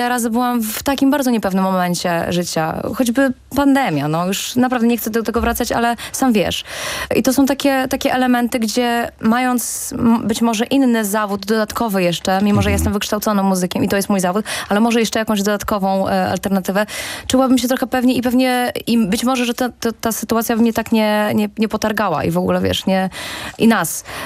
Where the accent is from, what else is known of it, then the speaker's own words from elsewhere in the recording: Warmian-Masurian Voivodeship, Poland; moved away; also born or lived in near Toruń; No nie, ja jestem jestem warmiaczką.